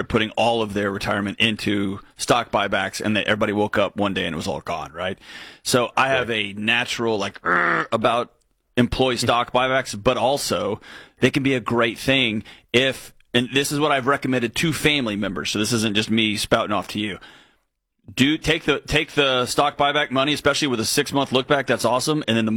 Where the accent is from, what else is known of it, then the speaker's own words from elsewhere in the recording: Houston, Texas, United States; I grew up in Houston and had friends and family that worked at Enron.